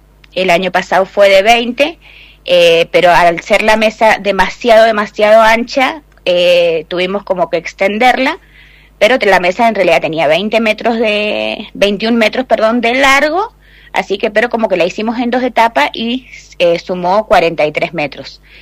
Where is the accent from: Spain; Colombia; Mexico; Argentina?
Argentina